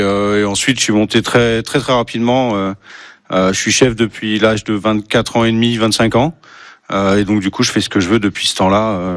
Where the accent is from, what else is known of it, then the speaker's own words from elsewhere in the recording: Centre-Val de Loire, France; moved away as an adult; also born or lived in Beaugency / Val d'Isère / Paris / Strasbourg; now in Berry, France; Alors je suis né à Beaugency, j'ai grandi à Jaune et ensuite parcours professionnel sur Beaugency, Val d'Isère, Paris, voilà. Strasbourg en grosse partie et ensuite retour aux sources dans le Berry.